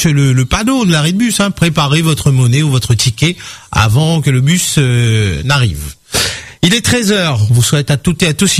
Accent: France; Mais oui, mais on aime râler nous, on est des Français, on râle.

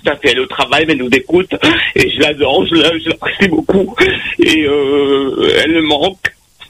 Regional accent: Réunion; now in Metropolitan France; je suis de La Réunion et j'ai vécu, j'ai été placé quand j'avais à l'âge de 8 ans.

